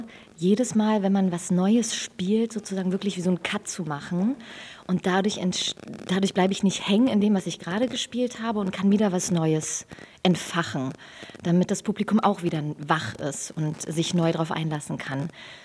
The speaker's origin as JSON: {"language": "German", "region": "Berlin", "country": "Germany", "tie": "born or raised there", "accent": "Berlinerisch", "said": "ich bin in Hellersdorf aufgewachsen. Mein Vaters Seite, die sind alle Berliner. Also das ist in Blut, in meinem Blut drin"}